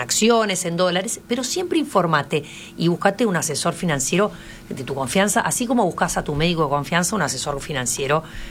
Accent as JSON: {"language": "Spanish", "country": "Uruguay"}